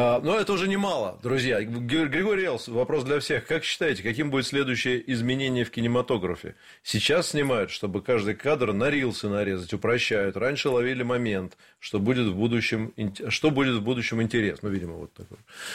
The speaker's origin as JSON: {"language": "Russian", "region": "Moscow", "country": "Russia", "said": "А мы, москвичи, у нас сегодня водка, шашлык и песни под баян."}